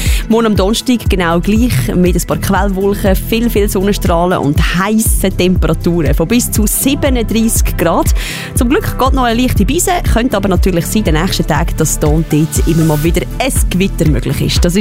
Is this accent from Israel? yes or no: no; Switzerland; Also ich als Schweizer Liebling, ja, natürlich. Ich stehe da mit dem Schweizer Trikot.